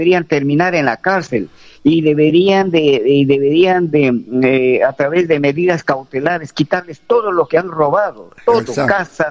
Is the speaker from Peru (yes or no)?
yes; Peru